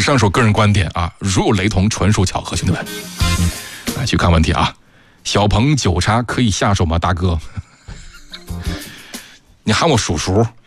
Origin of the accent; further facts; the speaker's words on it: Hubei, China; 小吉是我们湖北人吗？